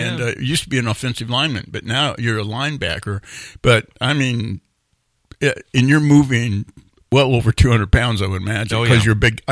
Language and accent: English; Redding, California, United States; But Redding, my hometown, I am so proud.